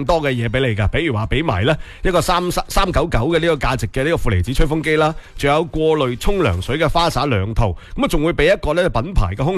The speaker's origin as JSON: {"language": "Cantonese", "region": "Guangdong", "country": "China", "said": "我哋广东人"}